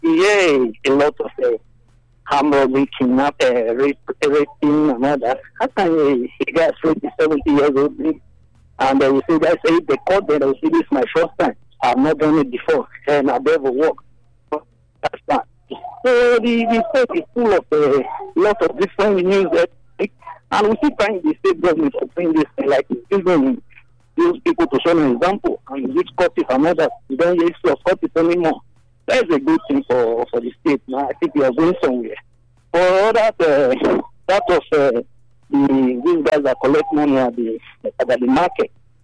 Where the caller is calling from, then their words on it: Nigeria; calling from Apero.